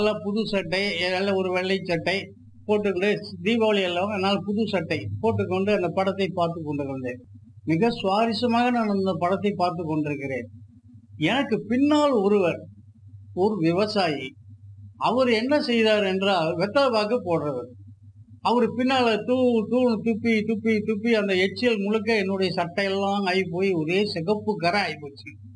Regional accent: Erode, Tamil Nadu, India; born or raised there

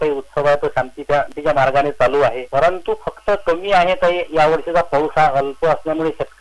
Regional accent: Jalgaon district, Maharashtra, India; born there; आता माझं गाव जळगाव जिल्ह्याच्या पूर्वेला शेवटचं गाव आहे

